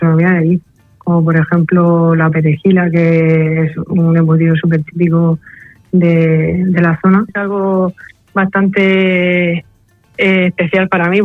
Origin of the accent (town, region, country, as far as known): Region of Murcia, Spain